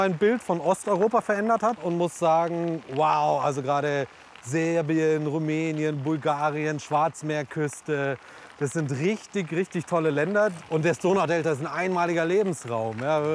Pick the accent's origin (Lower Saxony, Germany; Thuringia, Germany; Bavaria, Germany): Bavaria, Germany; Munich; Ich bin gebürtiger Münchner